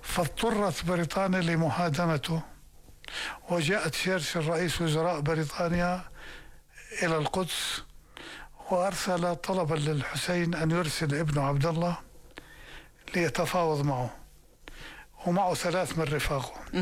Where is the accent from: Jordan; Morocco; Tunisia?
Jordan; نحن مش أردنيين بس